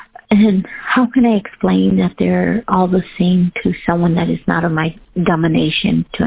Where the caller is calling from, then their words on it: California, United States; I'm calling from California. I have two questions. I am very Catholic.